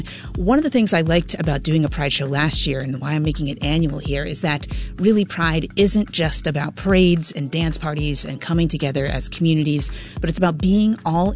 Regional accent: Barre, Vermont, United States; I was a kid growing up in Barrie City, and I did not hear anybody like me on the radio. And I really wanted to be on the radio, but I thought, there's no way.

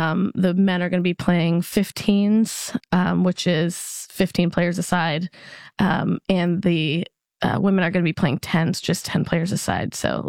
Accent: Addison County, Vermont, United States; So I am from Addison County.

